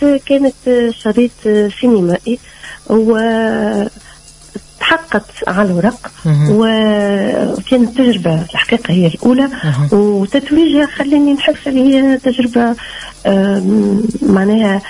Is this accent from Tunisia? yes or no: yes; Tunisia; accent: Tunisian; إحنا لهجتنا جميلة